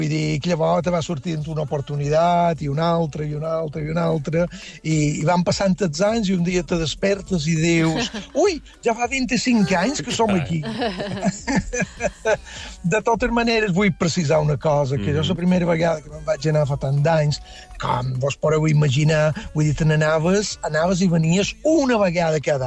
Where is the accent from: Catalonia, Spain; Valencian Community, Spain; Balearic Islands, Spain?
Balearic Islands, Spain; Felanitx; now in New York, United States; de Felanitx, sí, sí.